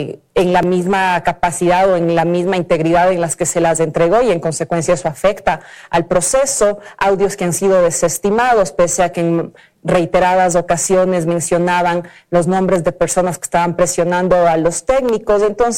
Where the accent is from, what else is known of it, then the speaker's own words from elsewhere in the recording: Ecuador; para nosotros como ecuatorianos